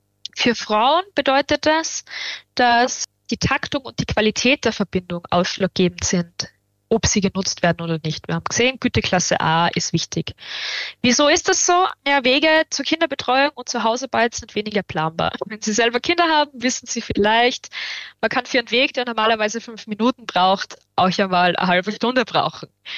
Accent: Upper Austria, Austria; oder in meinem Heimatbundesland Oberösterreich sind das Orte wie St. Martin im Mühlkreis oder Kremsmünster.

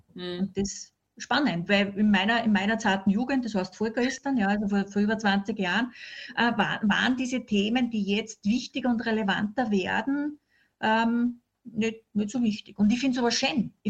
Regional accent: Austria; wir sind Österreicher

